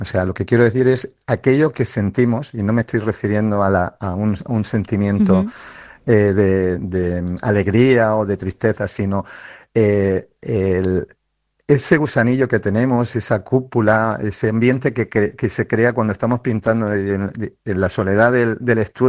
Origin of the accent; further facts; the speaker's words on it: Torrevieja, Valencian Community, Spain; born there; o sea, yo soy nacido en Torrevieja